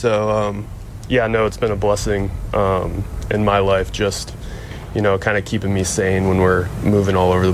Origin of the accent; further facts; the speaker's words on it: Fort Riley, Kansas, United States; born there; Yeah, so I was born in Fort Riley, Kans